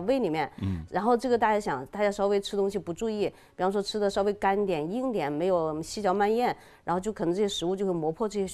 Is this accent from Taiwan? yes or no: no; Hunan, China; 就是我们湖南人说的就不清白了